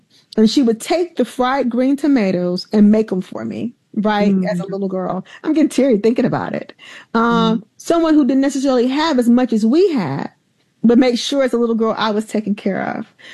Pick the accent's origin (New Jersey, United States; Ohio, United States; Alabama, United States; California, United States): Alabama, United States; when I was a little girl, like I said, growing up in the South in Alabama